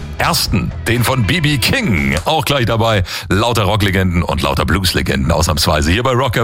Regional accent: Schwetzingen, Baden-Württemberg, Germany; Haben vor ein paar Wochen erst meine Heimatstadt Schwetzingen Open Air gerockt.

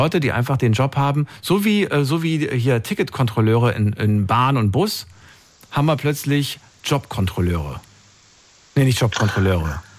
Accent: Thuringia, Germany; born there; Ich bin in Thüringen geboren

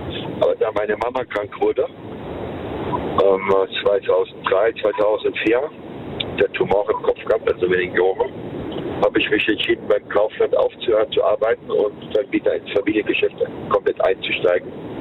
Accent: Worms, Rhineland-Palatinate, Germany; born there

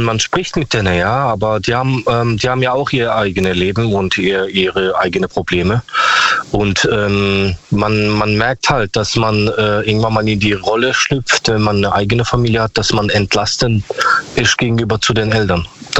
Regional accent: Karlsruhe, Baden-Württemberg, Germany; Ich komme aus Karlsruhe.

